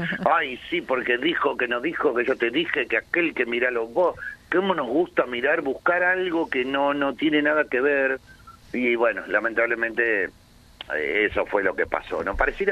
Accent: Argentina; somos todos argentinos.

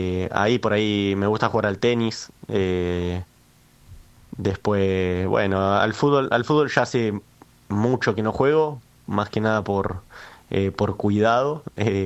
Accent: Puerto Madryn, Chubut, Argentina; De Puerto Madryn, yo no nací en Puerto Madryn. Yo llegué a los 6 años a Puerto Madryn y ahí yo me fui a los 14.

